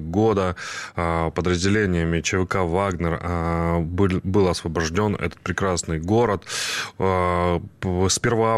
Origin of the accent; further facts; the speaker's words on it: Mariupol, Donetsk Oblast, Ukraine; был освобожден мой родной город Мариуполь.